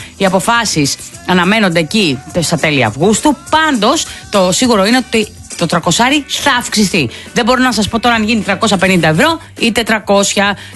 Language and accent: Greek; Western Greece, Greece; εγώ τώρα το λέω για το χωριό μου. Είναι έξω από την Αμαλιάδα.